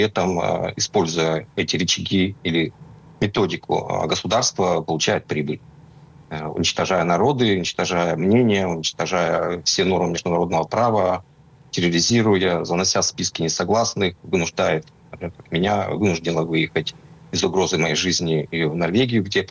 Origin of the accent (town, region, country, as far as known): Murmansk Oblast, Russia